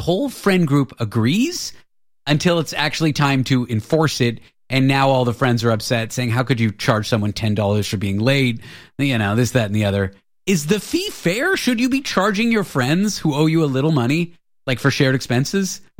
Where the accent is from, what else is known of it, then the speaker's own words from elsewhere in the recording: Canada; I grew up in Canada. I grew up pronouncing the name Natasha, not Natasha.